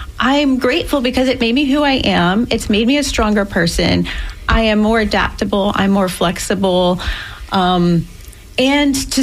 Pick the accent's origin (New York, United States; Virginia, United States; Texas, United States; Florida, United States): Florida, United States; Pensacola; born there; So I was born in the Panhandle, Pensacola, Florida. And after that, a little bit of everywhere. I am an Army brat